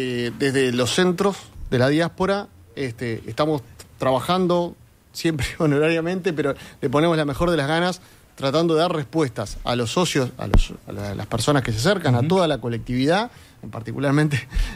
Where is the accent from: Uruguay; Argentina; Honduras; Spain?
Uruguay; born there; Yo soy español, pero en realidad nací acá, soy un abogado uruguayo.